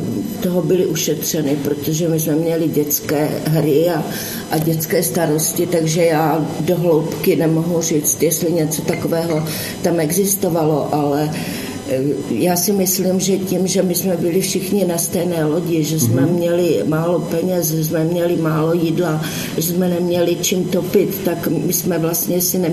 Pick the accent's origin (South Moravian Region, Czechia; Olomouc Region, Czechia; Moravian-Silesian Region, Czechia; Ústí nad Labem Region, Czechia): Olomouc Region, Czechia; Hanušovice; born there; also born or lived in Hranice; v těch Hanušovicích tam jsme opravdu měli kruté chvíle